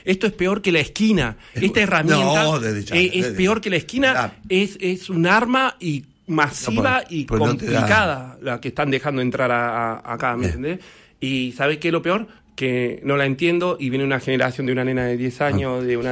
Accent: Córdoba, Argentina; yo soy de Barrio Arenales, Córdoba, y no llegué a jugar en la primera de Barrio Arenales.

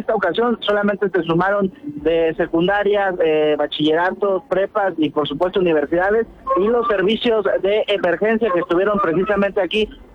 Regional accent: Mexico; Son de esos momentos mágicos que nos unen a nosotros como mexicanos.

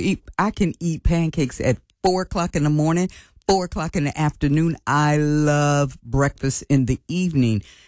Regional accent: Chicago, Illinois, United States; I'm from Chicago, so we eat a lot of rice.

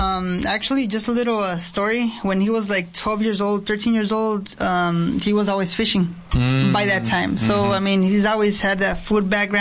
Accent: Ciudad Morelos, Baja California, Mexico; Actually, we're from a small town just crossing the border, close by Algodones.

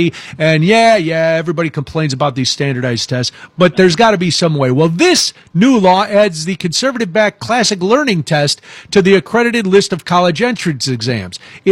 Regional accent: Illinois, United States; Yeah, see, growing up in Illinois, I took all my tests.

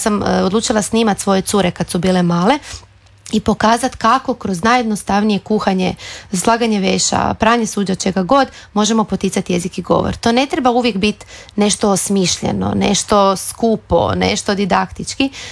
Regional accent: Sesvetski Kraljevec, City of Zagreb, Croatia; Ja sam odrasla u Sesvetama, odnosno u Sesvetskom Kraljevcu, i to je bilo drugačije.

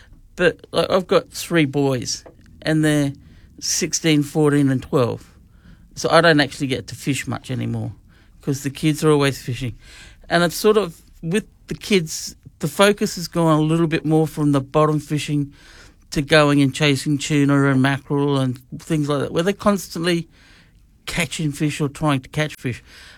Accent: Darwin, Northern Territory, Australia; I'm born and bred in Darwin, so I've got 60 years of living here.

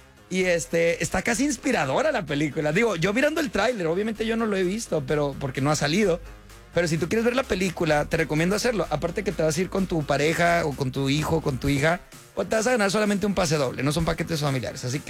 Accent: southern Mexico, Mexico; Yo vengo del sur de México

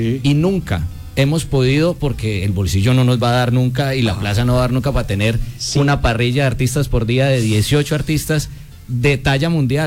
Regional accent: Pereira, Risaralda, Colombia; moved away; Feliz de estar acá acompañándolos en mi tierra, Pereira.

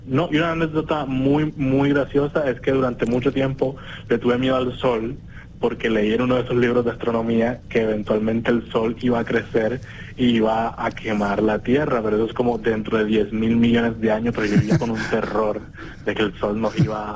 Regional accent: Cartagena, Bolívar, Colombia; Luego nos mudamos para el barrio de Los Alpes. Allá sí. Viví casi toda mi infancia y parte de mi adolescencia.

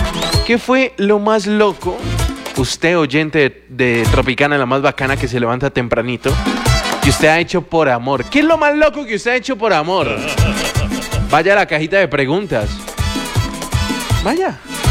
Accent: Colombia; yo soy colombiano, papi, de una, para adelante es para allá.

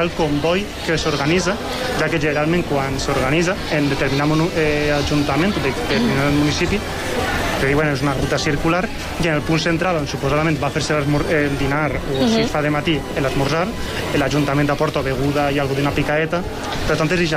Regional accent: La Llosa, Valencian Community, Spain; Jo sóc de la Llosa, però he crescut

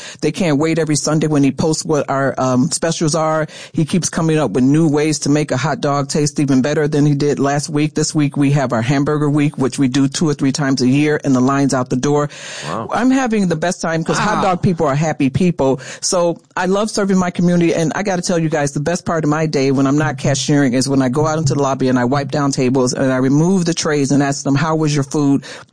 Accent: Chicago, Illinois, United States; born there; because I was born in Chicago.

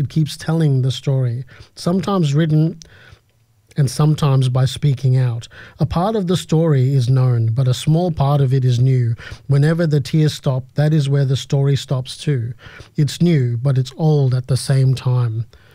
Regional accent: Fiji; when I was growing up in Fiji

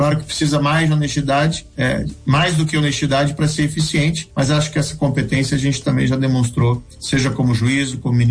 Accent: Maringá, Paraná, Brazil; os valores e os princípios que eu aprendi com eles lá na minha cidade de Maringá, eu carrego para minha vida.

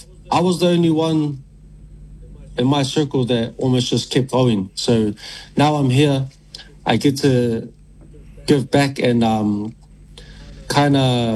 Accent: Grey Lynn, Auckland, New Zealand; So, born and raised in Grey Lynn. In my Niuean household, with my nana, my pop, my uncle, my other uncle, my mom, my dad, my cousin, my other cousin, the dog

